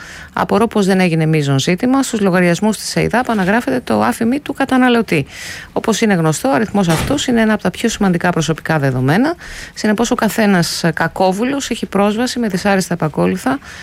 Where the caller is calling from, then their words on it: Kallithea, Attica, Greece; από την Καλλιθέα.